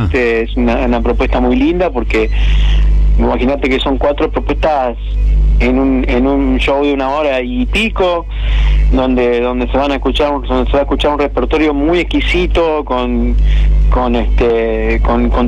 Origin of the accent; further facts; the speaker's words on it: Coronda, Santa Fe, Argentina; en Coronda, en mi pueblo